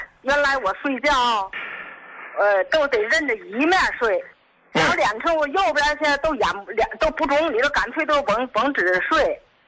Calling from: Tangshan, Hebei, China; 我是唐山的。

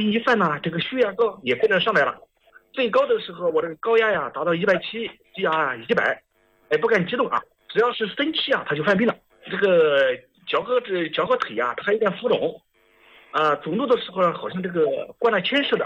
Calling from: Wuhan, Hubei, China; 哎，我是武汉的老患者了啊

